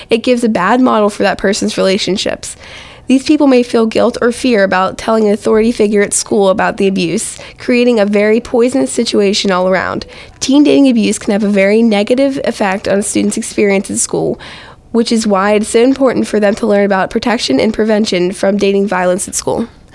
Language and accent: English; South Allegheny, Pennsylvania, United States; I'm 17 from South Allegheny.